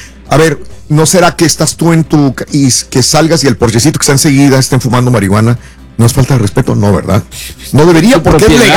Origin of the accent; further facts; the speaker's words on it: Mexico; Somos dos mexicanos